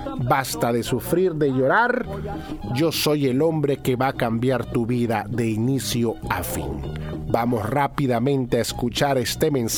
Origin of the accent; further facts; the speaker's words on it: Piura, Peru; Yo soy peruano, paisano, igual que usted. Bien peruano. La diferencia es que usted es de Huaraz y yo soy de Piura, de la Sierra de Piura.